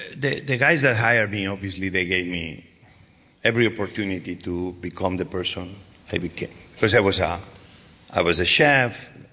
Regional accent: Barcelona, Catalonia, Spain; also born or lived in Asturias; Because even I was born in Asturias, very young, I moved to Barcelona. Asturias and Barcelona are 2 different places.

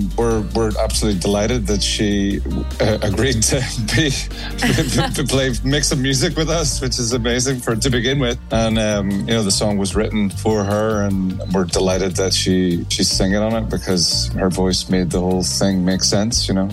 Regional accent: Northern Ireland, United Kingdom; No, I'm Northern Irish

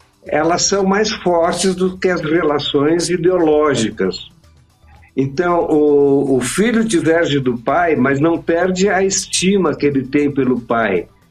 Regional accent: Porto Alegre, Rio Grande do Sul, Brazil; Na minha juventude, ainda em Porto Alegre, há mais de 50 anos atrás, eu frequentava uma barbearia em que acontecia isso.

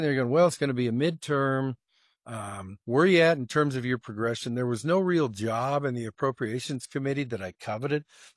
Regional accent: Carson, United States; Well, I grew up in Carson, and it was a town of between 5 and 10,000 people.

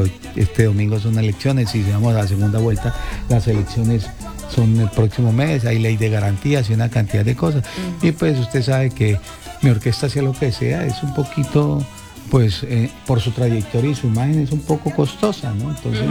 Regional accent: Huila, Colombia; Nunca han dejado de existir en mi tierra gente del Huila y es dirigida y todos trompetas, trombones son huilenses.

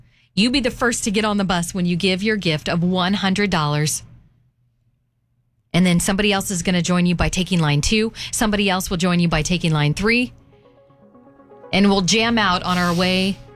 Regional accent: St. Louis, Missouri, United States; moved away; but I grew up around the St. Louis area, and I have family in O'Fallon.

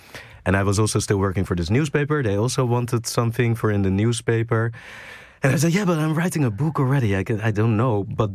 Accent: Schiedam, South Holland, Netherlands; I grew up in Schiedam. It's a small village next to Rotterdam. And it's quite gray, all cement and no nature at all.

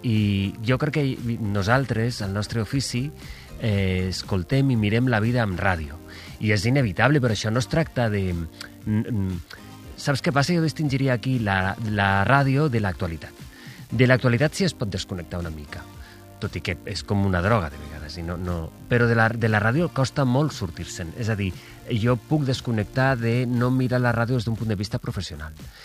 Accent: Valencia, Valencian Community, Spain; moved away as an adult; now in Barcelona, Spain; Soc de València, quan vaig venir a Barcelona a estudiar el primer any de carrera a l'Autònoma

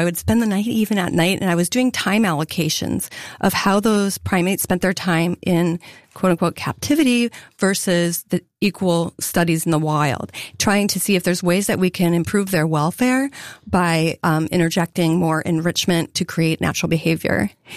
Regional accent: North Dakota, United States; No, I'm from North Dakota.

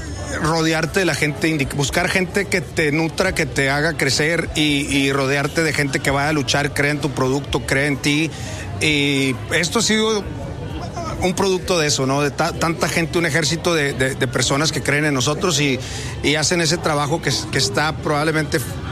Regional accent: Michoacán, Mexico; Siendo michoacano

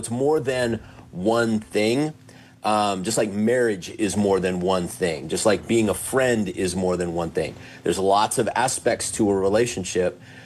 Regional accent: Oregon, United States; born or raised there; also born or lived in Washington / California / Idaho / Nevada; now in Sioux Falls, United States

